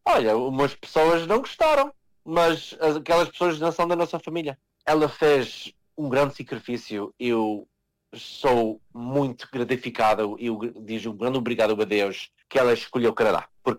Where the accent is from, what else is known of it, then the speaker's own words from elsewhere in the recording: Azores, Portugal; accent: São Miguel; nunca esquecer de eu tenho o sotaque de São Miguel quando eu quero. Mas na escola, em casa, é sempre o português que eu conheci. Em casa é português. É sempre a minha língua.